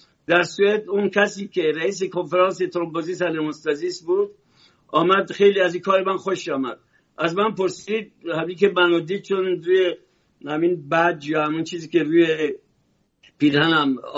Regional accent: Iran; now in France; من ایرانی هستم ولی اصلا ربطی هم به شاه ندارم

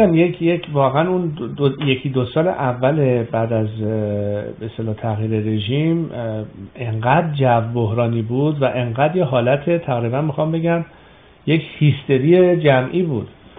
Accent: Iran; من قبل از همه میگم به عنوان یک ایرانی حق من هست و وظیفه

